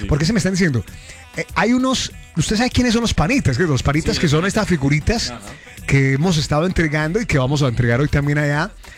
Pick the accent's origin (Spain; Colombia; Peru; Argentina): Colombia; Antioquia; porque como buen paisa todo le dan para lo último.